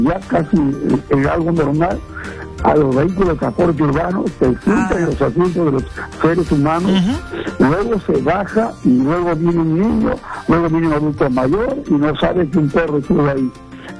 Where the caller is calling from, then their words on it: Lima, Peru; yo soy un hombre de pueblo, vivo en San Juan de Urigancho